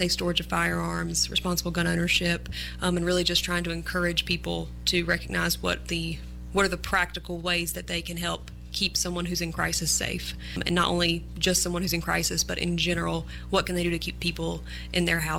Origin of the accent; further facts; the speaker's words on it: Stokes, North Carolina, United States; I also grew up around here. I grew up in Stokes, Bethel area, and I also went to North Pitt High School